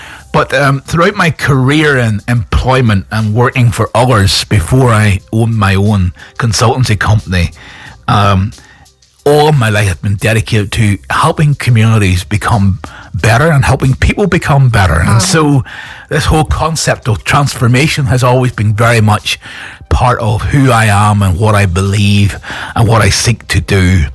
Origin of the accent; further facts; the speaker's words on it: Northern Ireland, United Kingdom; I am from Northern Ireland